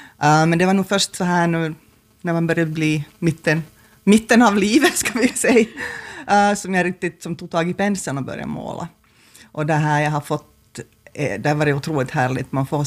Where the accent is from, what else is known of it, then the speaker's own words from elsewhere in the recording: Jakobstad, Ostrobothnia, Finland; moved away as an adult; also born or lived in United States; now in Vörå, Finland; jag är född i Vörå, förstås född på Centralsjukhuset i Vasa, men sen flyttade vi till Jakobstad, så barndomen och ungdomen så bodde i Jakobstad. Och sen så 1989 så flyttade jag till USA.